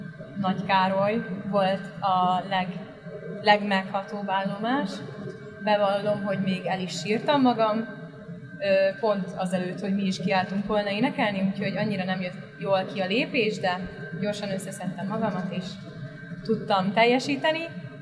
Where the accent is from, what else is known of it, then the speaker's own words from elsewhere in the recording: Sălaj, Romania; moved away; Szilágyságból származom